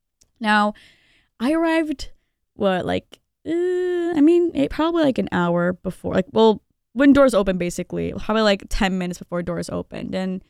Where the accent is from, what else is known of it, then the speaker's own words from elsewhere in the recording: Grand Rapids, Michigan, United States; I am from Grand Rapids, Michigan.